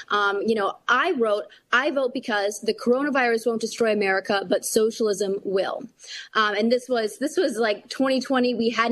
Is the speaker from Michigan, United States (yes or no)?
no; Wisconsin, United States; but it was in Chicago and I was from Wisconsin.